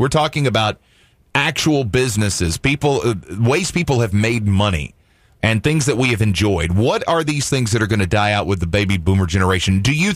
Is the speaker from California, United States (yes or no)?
no; Mississippi, United States; because where I grew up in Mississippi, you know, there was no internet.